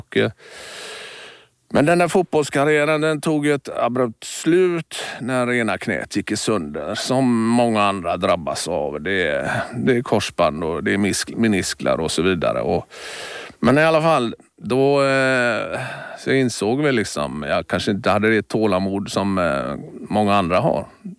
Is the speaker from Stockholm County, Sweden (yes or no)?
no; Gothenburg, Västra Götaland County, Sweden; som göteborgare så är det ju fotbollen